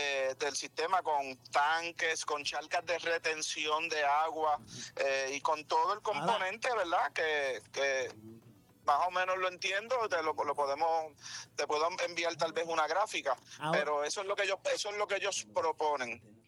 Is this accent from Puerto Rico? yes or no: yes; Puerto Rico; todos somos puertorriqueños, creamos en una cosa o en otra, somos puertorriqueños y todos los que queremos lo mejor para Puerto Rico.